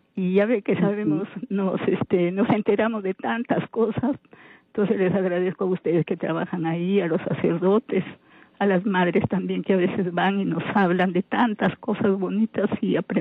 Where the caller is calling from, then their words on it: Trujillo, La Libertad, Peru; estoy llamando de Trujillo